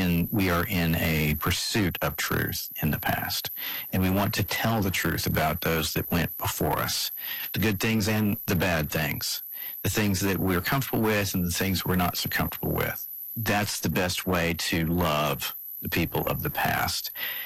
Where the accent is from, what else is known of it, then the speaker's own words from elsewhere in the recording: Georgia, United States; South. I mean, I'm a Southerner. I grew up in Georgia.